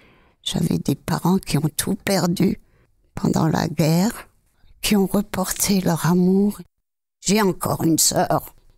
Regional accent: Strasbourg, Grand Est, France; born there; Moi, je suis née à Strasbourg, par un pur hasard. Parce que mes parents n'étaient pas français pour commencer, encore moins strasbourgeois. Et avec les aléas de la guerre, je suis née là.

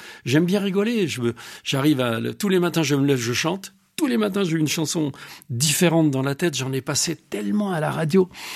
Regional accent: Montmirail, Grand Est, France; je viens de Montmirail, dans la Marne. Mon père réparait des postes de télévision.

